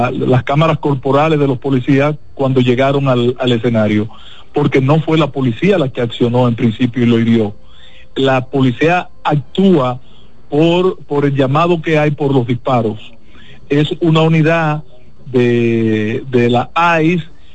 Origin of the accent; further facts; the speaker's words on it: Dominican Republic; no soy dominicano